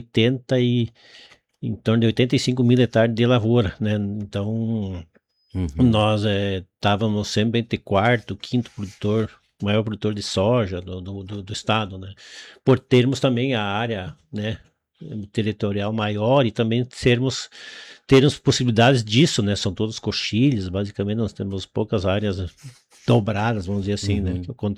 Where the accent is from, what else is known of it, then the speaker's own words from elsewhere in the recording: Juricaba, Rio Grande do Sul, Brazil; also born or lived in Tiradentes do Sul; now in Santa Bárbara do Sul, Brazil; Natural de Juricaba, perto aqui, né? Então fiquei mais perto da família, né? E da minha região. Tem um sítiozinho lá no interior de Juricaba ainda